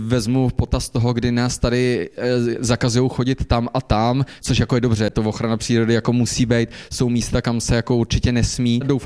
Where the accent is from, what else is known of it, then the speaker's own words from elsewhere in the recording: Železná Ruda, Plzeň Region, Czechia; doteďka byly v HKO, v okolo Železnorudska, odkud pocházím, a to jsou většinou hospodářský lesy.